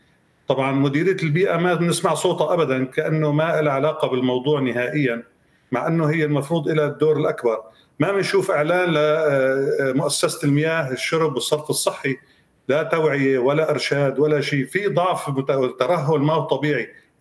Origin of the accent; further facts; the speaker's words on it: Aleppo, Aleppo Governorate, Syria; عندنا في حلب مثلا أو في سوريا